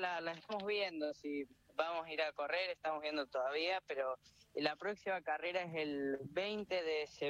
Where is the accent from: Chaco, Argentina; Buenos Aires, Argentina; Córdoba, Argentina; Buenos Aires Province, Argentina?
Córdoba, Argentina; Villa Carlos Paz; De Carlos Paz soy yo, de Córdoba.